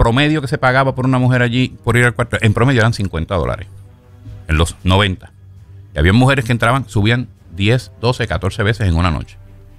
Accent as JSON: {"language": "Spanish", "town": "Corozal", "country": "Puerto Rico", "said": "Yo soy de Corozal."}